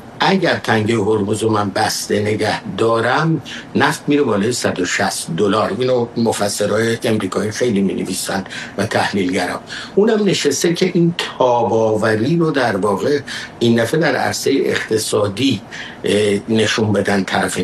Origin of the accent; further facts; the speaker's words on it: Iran; منم به عنوان یه ایرانی